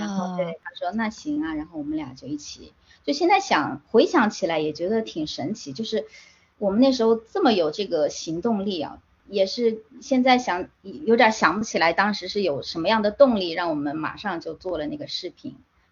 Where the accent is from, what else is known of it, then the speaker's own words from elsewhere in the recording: China; 其实我们中国人也是有兄弟姐妹的